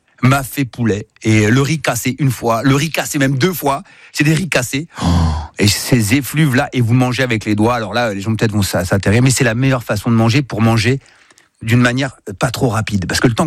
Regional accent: Spain; Moi, je suis un Espagnol.

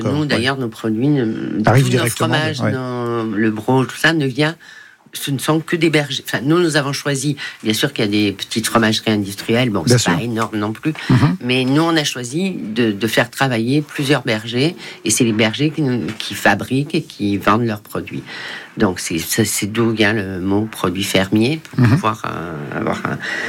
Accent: Ajaccio, Corsica, France; born there; now in Marseille, France; Moi, je suis née à Ajaccio, mais ma région, c'est entre Ajaccio et Cargès

